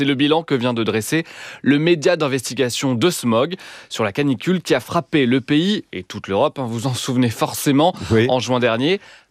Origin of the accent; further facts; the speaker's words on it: France; chez nous en France